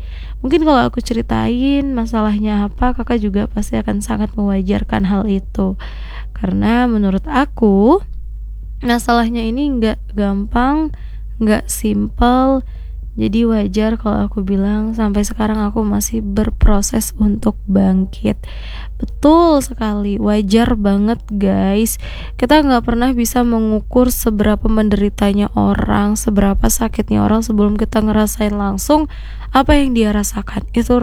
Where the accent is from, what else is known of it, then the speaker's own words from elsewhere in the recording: Tanjung Pinang, Riau Islands, Indonesia; Di kota aku ini nih, kota Tanjung Pinang ini nih, ada nih kisah begini.